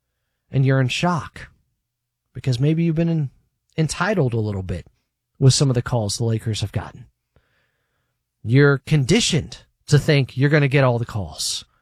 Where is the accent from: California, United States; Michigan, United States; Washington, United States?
California, United States; Sacramento; Number one, as I mentioned, I'm from Sacktown.